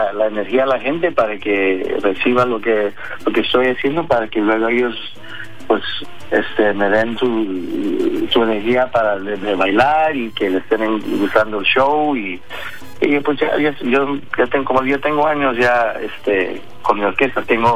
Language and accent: Spanish; Chicago, Illinois, United States; born there; soy mexicano. Mis papás yo soy nacido aquí en Chicago, pero mi papá es de Michoacán, de Morelia, y mi mamá es de la capital.